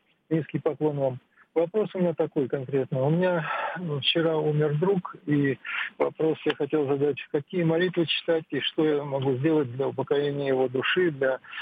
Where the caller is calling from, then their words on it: Moscow, Russia; из Москвы.